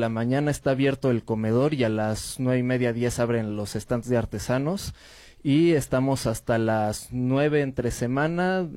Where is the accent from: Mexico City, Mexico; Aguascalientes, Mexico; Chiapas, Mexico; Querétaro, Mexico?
Mexico City, Mexico; born there; Yo ya nací aquí en la Ciudad de México, pero mi padre es de Tehuantepec, del Istmo.